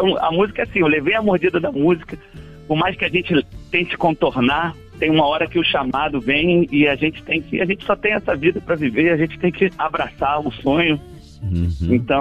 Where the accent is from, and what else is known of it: Rio de Janeiro, Brazil; born or raised there; now in Distrito Federal, Brazil